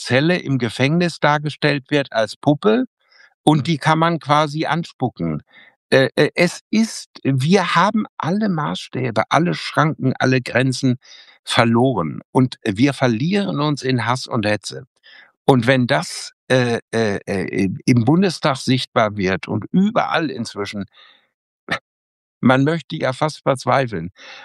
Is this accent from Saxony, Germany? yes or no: no; Minden, North Rhine-Westphalia, Germany; Minden ist ja meine Heimat.